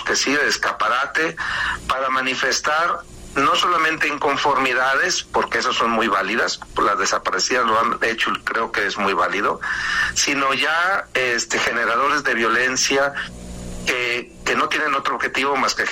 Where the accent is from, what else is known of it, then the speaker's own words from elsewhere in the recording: Mexico; como mexicanos tenemos que pues amar a nuestro país